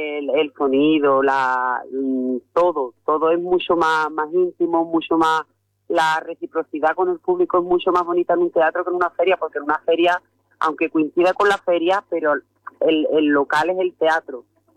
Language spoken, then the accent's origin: Spanish; La Luisiana, Andalusia, Spain; yo soy de la Luisiana